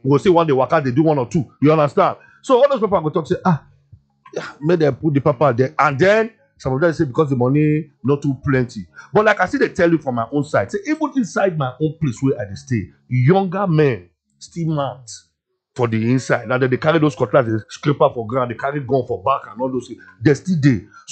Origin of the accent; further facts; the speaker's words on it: Jos, Plateau, Nigeria; say I come from Jos, but I don't let that just my ear fool.